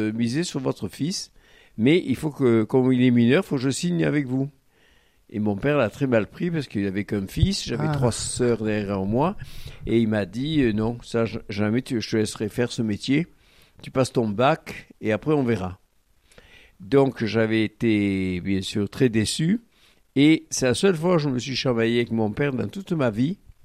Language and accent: French; Barcelonnette, Provence-Alpes-Côte d'Azur, France; also born or lived in Saint-Tropez / Sisteron; je suis né à Barcelonnette, ma maman était née à Barcelonnette, toute ma famille est à Barcelonnette, mes fils sont nés à Barcelonnette, et je revendique mes origines ubaïennes. Je suis un véritable montagnard, et en même temps très rural